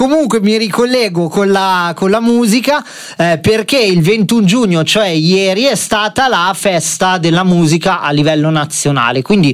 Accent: Brianza, Lombardy, Italy; io da buon brianzolo

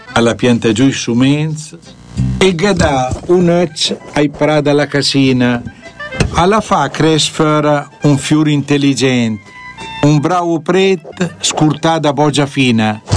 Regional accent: Cassina Ferrara, Lombardy, Italy; sapete che sono della Cassina

